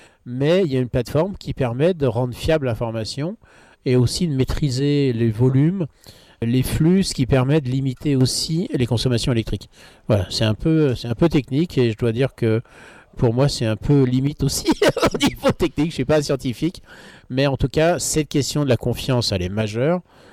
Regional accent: Brittany, France; je suis breton

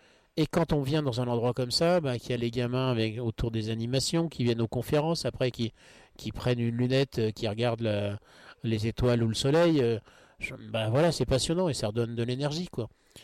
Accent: Brittany, France; D'abord, je suis breton, et l'été d'avant, j'avais navigué en Bretagne Nord

